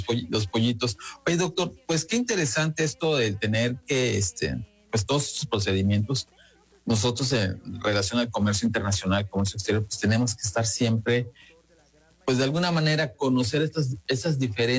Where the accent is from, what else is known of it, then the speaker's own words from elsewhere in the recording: Mexico; esto es lo que a nosotros como mexicanos consumidores pues nos brinda esta garantía